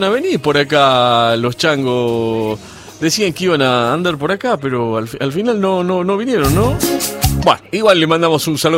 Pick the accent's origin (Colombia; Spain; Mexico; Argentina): Argentina; Río Colorado; Yo soy de Río Colorado, ahí está